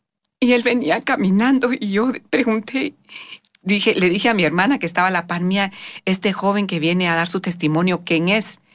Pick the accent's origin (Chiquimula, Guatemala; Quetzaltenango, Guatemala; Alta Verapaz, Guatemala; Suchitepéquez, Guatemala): Quetzaltenango, Guatemala; yo nací en Guatemala, en Quetzaltenango, Guatemala, ¿verdad? Ahí me crié yo con tres hermanos más, somos cuatro en la familia, dos varones y dos mujeres, mis padres también de Guatemala.